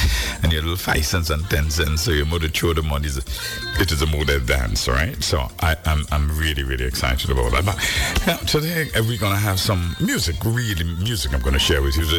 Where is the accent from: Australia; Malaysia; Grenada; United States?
Grenada; Saint Patrick; I'm from St. Patrick's